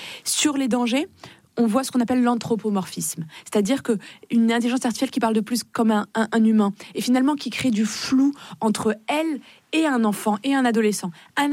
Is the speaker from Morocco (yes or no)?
yes; Morocco; born or raised there; now in France